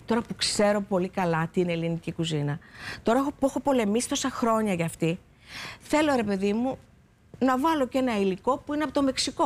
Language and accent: Greek; Greece; Είμαι η Ελληνίδα και μετά το όνομά μου.